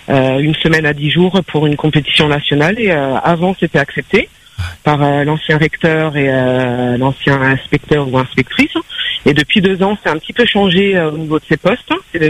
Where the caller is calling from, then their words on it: Saint-Paul, Réunion; je viens de Saint-Paul